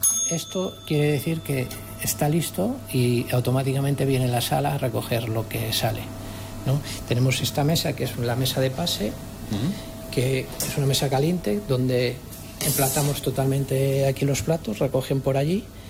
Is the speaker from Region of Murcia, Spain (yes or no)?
no; Mondoñedo, Galicia, Spain; also born or lived in Santiago de Compostela